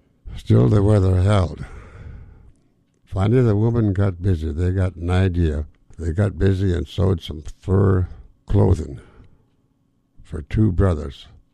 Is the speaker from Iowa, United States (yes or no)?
no; Dry Bay, Alaska, United States; born there; I'm a Tlingit Indian, an Eagle Thunderbird. I was born in Dry Bay, about 65 miles below Yakutat. Yakutat being the nearest post office, of course, I have to say I was born in Yakutat.